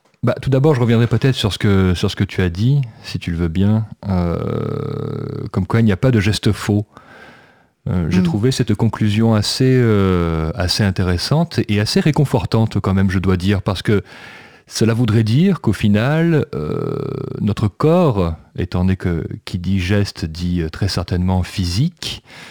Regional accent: Southern France, France; Moi, je viens du Sud. Et dans le Sud, on a souvent l'habitude de parler avec ses mains, comme on dit.

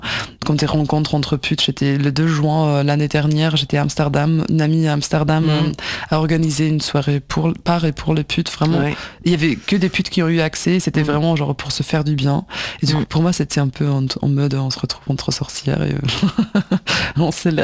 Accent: Germany; now in Paris, France; Je suis allemande, hein.

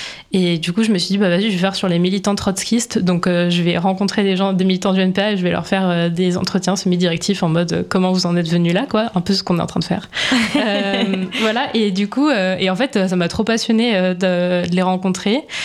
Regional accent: Lyon, Auvergne-Rhône-Alpes, France; now in Paris, France; De base, je suis de Lyon. Je suis à Paris depuis pas très très longtemps, enfin pour le taf, quoi.

